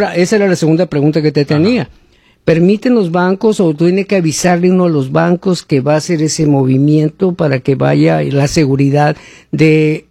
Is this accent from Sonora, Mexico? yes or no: yes; Sonora, Mexico; moved away; yo soy de Sonora del Norte, tenemos mucha influencia americana, ¿no?